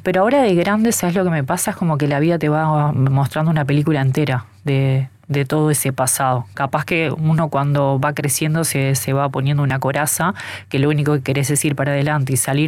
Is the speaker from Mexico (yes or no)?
no; Uruguay; born there; nacimos en una chacra, en Luis Valleverres, en la casa de mi abuela materna, en situaciones difíciles, como muchos de los uruguayos.